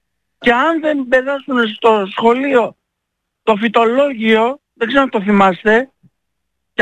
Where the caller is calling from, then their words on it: Piraeus, Attica, Greece; Εγώ είμαι εδώ, είμαι Πειραιώτης είμαι εγώ.